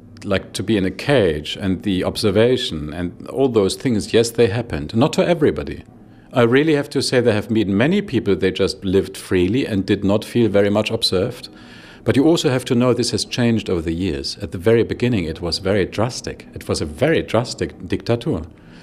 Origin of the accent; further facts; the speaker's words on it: Dresden, Saxony, Germany; moved away; in Dresden, in my hometown where I grew up